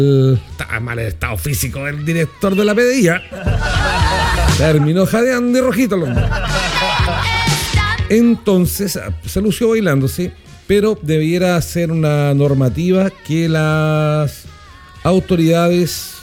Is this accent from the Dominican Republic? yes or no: no; Chile